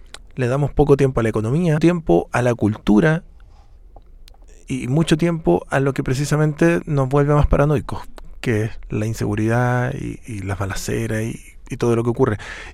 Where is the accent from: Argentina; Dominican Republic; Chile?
Chile